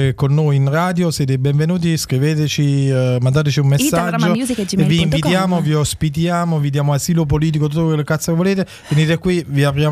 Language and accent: Italian; Naples, Campania, Italy; now in Milan, Italy; Allora sono un terrone napoletano immigrato a Milano.